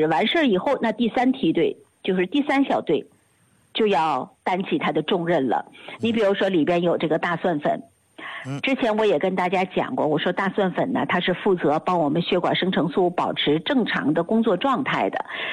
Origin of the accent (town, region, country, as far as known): China